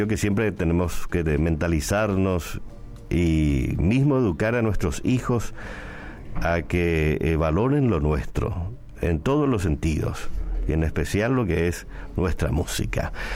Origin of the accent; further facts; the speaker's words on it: Paraguay; Todos somos paraguayos